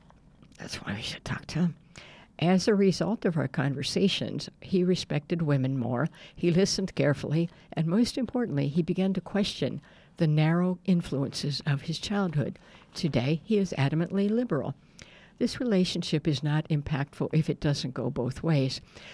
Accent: Columbus, Ohio, United States; I've lived in Ohio for most of my life. I grew up in Columbus, and I returned to a rural Ohio summer camp annually.

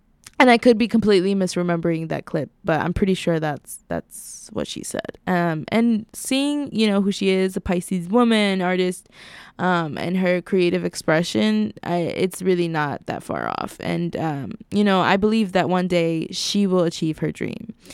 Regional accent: Chicago, Illinois, United States; I'm slightly shaming you because I'm from Chicago and I know who he is

